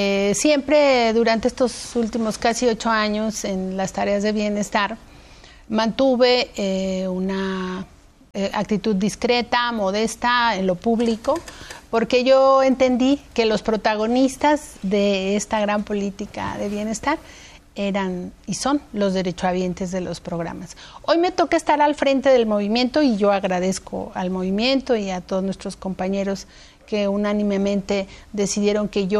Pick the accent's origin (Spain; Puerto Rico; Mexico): Mexico; Mexico City; also born or lived in Coyoacán; Yo les digo que soy de Iztapalapa para el mundo. Y después la vida me llevó a vivir cerca de la universidad, de la UNAM, y por eso hice mi vida política en Coyoacán.